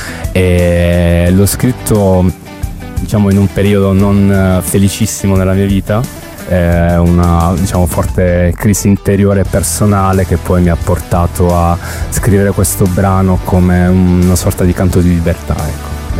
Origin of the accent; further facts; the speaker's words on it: Bari, Apulia, Italy; moved away as an adult; now in Bologna, Italy; Veniamo da Bologna, ma nessuno di noi tecnicamente è bolognese, ovvero che io vengo da Bari, mi sono trasferito a Bologna 8 anni fa.